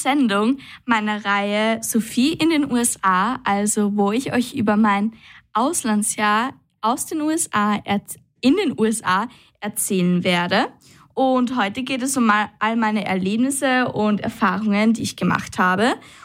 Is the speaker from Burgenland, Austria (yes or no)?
yes; Unterfrauenhaid, Burgenland, Austria; Also ich komme zum Beispiel aus Unterfrauenheit